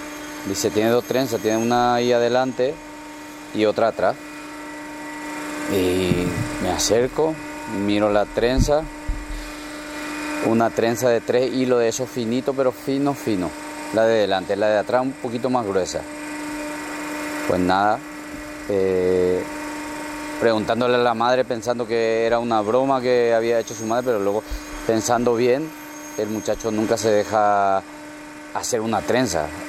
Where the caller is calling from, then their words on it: Toledo, Castilla-La Mancha, Spain; de Toledo, España.